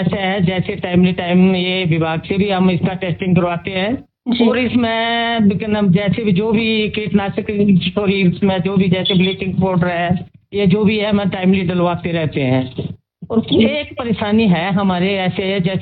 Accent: Himachal Pradesh, India; मैं हूँ बल्ला जदरंग से का रहने वाला हूँ

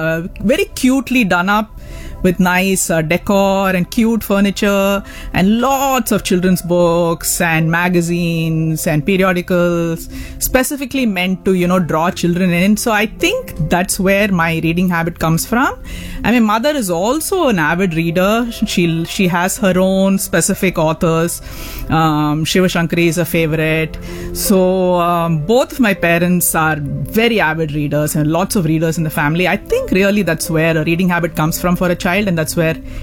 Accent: Neyveli, Tamil Nadu, India; So I grew up in Neyveli, which is a small town.

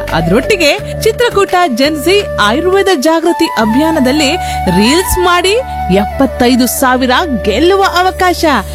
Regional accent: Karnataka, India; ಅದು ನಮ್ಮ ಬದಿಯಲ್ಲೆಲ್ಲ ಅಂದ್ರೆ ನಮ್ಮ ಸೌತ್ ಕ್ಯಾನರಾದಲ್ಲಿ ಈ ಆರ್ಮಿ ಹಾಪರ್ ತುಂಬಾ ಕಡಿಮೆ.

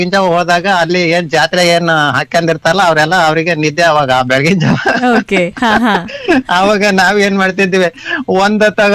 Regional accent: Rameshwara, Karnataka, India; ನಮ್ಮೂರು ಅಂದ್ರೆ ರಾಮೇಶ್ವರ ಮೇಡಮ್ ಅವರೇ, ನಮ್ಮೂರ್ ಪಕ್ಕ ಬೆಳಗುತ್ತಿ ಇದೆ

